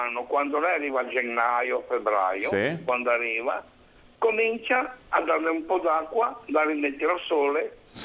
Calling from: Liguria, Italy; sono un ligure doc.

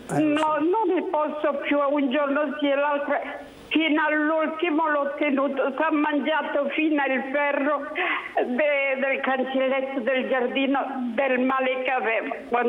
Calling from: Pra', Liguria, Italy; Allora, io sono da Pra.

